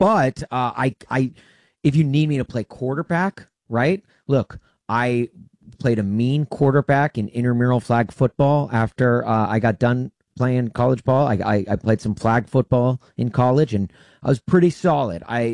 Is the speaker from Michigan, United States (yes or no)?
no; Tennessee, United States; born there; my hometown team, the Tennessee Titans